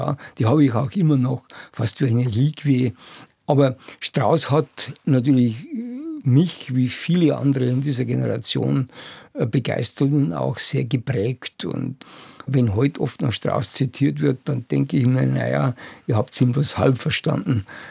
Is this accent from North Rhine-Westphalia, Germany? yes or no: no; Bavaria, Germany; dass ich dann also in München hier so als Niederbayer mehr oder weniger rückständig eingruppiert wurde.